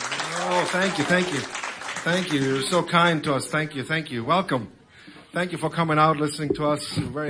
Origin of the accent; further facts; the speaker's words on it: Northern Germany, Germany; English is a second language; now in North Carolina, United States; In Northern Germany, where our folks are from